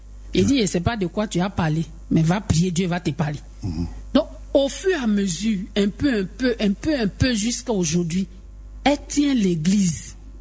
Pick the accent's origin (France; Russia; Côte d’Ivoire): Côte d’Ivoire; chez nous en Afrique ici, comme je le disais tantôt, surtout en Côte d'Ivoire ici